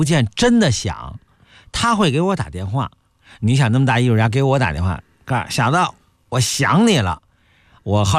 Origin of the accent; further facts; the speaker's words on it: Beijing, China; 因为他们毕竟是家不是北京的，人家，你像我就是北京的，我从来不在师傅家住